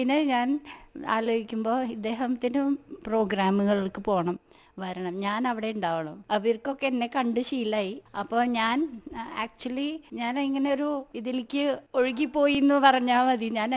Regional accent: Mumbai, Maharashtra, India; born there; also born or lived in Kochi; now in Peruvanam, India; ഞാൻ ജനിച്ച് വളർന്നത് ബോംബെയിലാണ്.

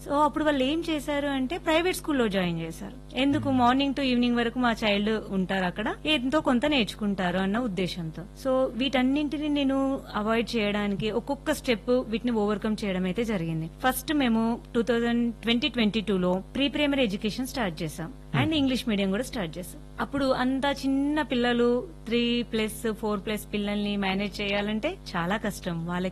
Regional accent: Gandhari, Telangana, India; ఇప్పుడు నేను పనిచేస్తున్న పాఠశాల నా స్వగ్రామం అన్నమాట.

